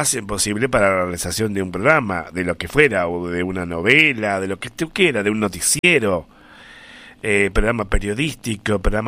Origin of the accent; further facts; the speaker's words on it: Argentina; como somos los argentinos, ¿no es cierto?